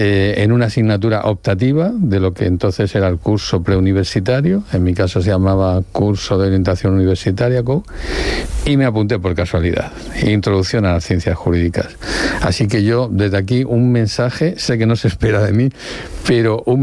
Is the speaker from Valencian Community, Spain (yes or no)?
yes; Elche, Valencian Community, Spain; first language Valencian; Spanish is a second language; moved away as an adult; now in Murcia, Spain; Mis amigos dicen que soy un murciano nacido en Elche. Me encuentro cómodo. Es verdad que mi lengua materna es el valenciano, que allí pasé toda mi adolescencia